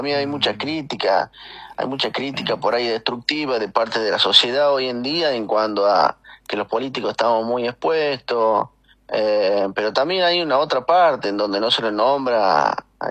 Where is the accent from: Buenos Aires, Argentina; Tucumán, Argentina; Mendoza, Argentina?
Tucumán, Argentina; Es normal de que si vienen a mi pueblo o vayan al pueblo que quieran en Tucumán y en el país